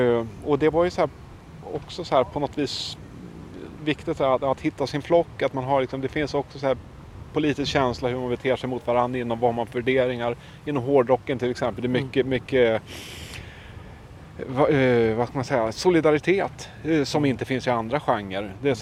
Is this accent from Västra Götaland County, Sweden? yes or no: no; Dalarna County, Sweden; Jag är uppvuxen i Dalarna, men mina släktingar är ju... mina gener är ju utmejslade i Västergötland och Östergötland.